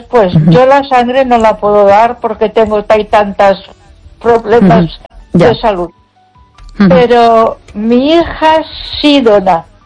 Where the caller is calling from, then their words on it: Ponferrada, Castile and León, Spain; Soy … de Ponferrada